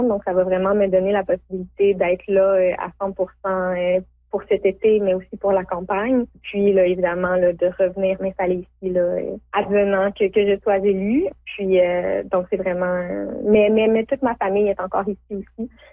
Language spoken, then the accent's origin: French; Val-d'Or, Quebec, Canada; J'ai grandi, je suis née à Val-d'Or. J'ai un attachement très profond pour la région.